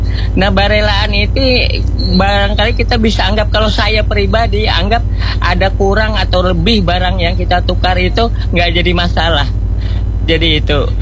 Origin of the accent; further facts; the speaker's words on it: South Kalimantan, Indonesia; Secara kebiasaan saya sebagai orang Banjar memang dari kecil ibu ya